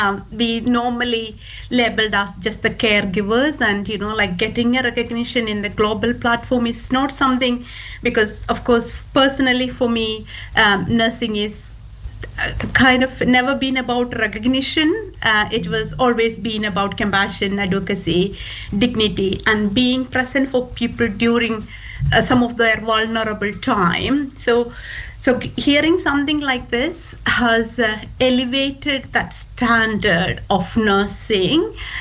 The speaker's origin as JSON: {"language": "English", "region": "Kerala", "country": "India", "second_language": "English", "moved": "yes", "lives_now": "United States", "said": "So nursing back, because I'm from India, back home, my hometown is in South India, a state called Kerala."}